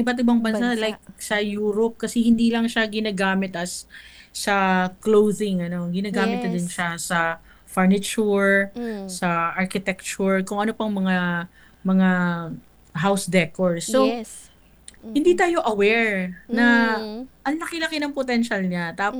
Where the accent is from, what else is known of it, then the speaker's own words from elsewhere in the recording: Bicol Region, Philippines; dito sa Catanduanes, ano, kasi siyempre, taga-Catanduanes ako.